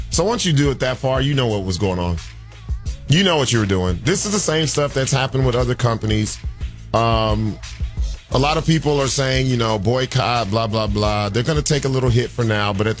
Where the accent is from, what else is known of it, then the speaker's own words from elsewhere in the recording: West Coast, United States; I'm from the West Coast